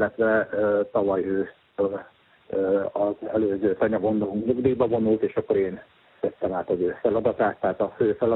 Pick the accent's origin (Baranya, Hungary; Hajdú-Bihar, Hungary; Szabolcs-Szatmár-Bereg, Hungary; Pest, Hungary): Pest, Hungary; Jászkarajenő; itt szülőfalumban Jászkarjenőn